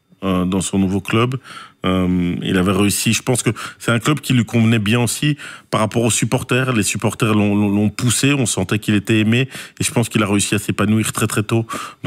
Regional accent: Belgium; chez nous en Belgique

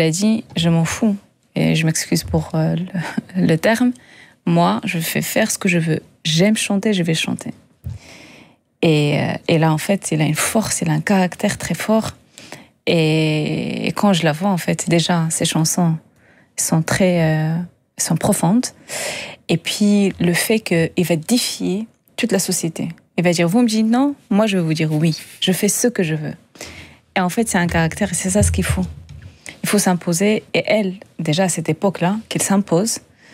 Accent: Agadir, Souss-Massa, Morocco; moved away; moi, j'ai grandi au Maroc. J'ai grandi dans le Sud.

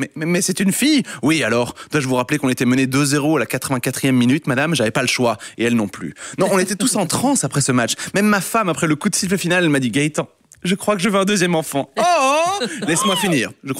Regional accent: Belgium; le bonheur que nous traversons en tant que Belges miraculés ne connaît aucune limite.

